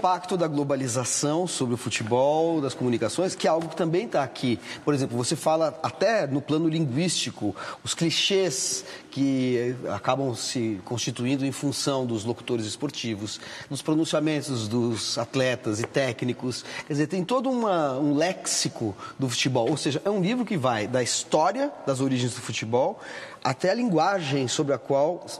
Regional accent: São Paulo, Brazil; eu sou paulistano e não tenho time em São Paulo

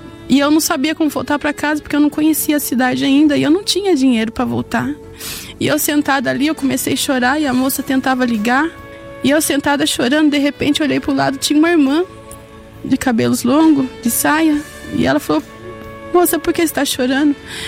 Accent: Sorocaba, São Paulo, Brazil; sou da cidade de Sorocaba

